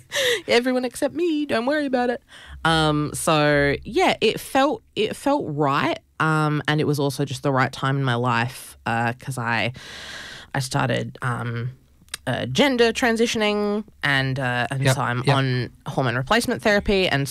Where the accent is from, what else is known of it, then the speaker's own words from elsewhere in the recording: South Australia, Australia; I'm a proud Ngurrindjeri and Kaurna person. The way I talk about where I'm from is I always say, like, and like fellas that I'm related to, we all say, like, we're from the same mission.